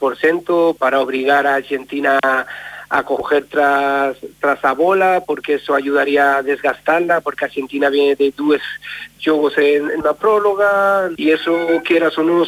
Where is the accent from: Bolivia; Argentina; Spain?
Spain; para mí, como español y como amante del fútbol